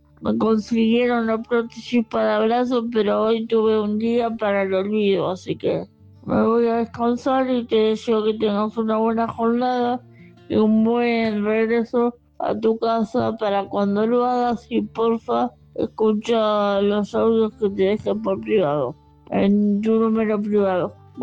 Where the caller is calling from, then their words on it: Munro, Buenos Aires Province, Argentina; de Mundro